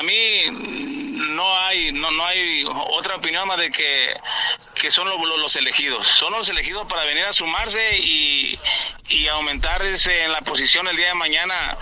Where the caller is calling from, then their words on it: Nayarit, Mexico; Somos nayaritas, somos coras, pero ante todo somos mexicanos